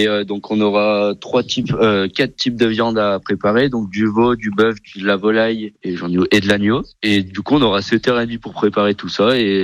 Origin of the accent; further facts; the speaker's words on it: Bas-en-Basset, Auvergne-Rhône-Alpes, France; j'ai grandi à Bassan-Bassé.